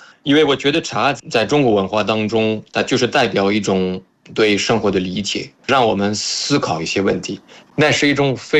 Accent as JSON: {"language": "Chinese", "country": "France", "second_language": "Chinese", "said": "我是法国人，然后"}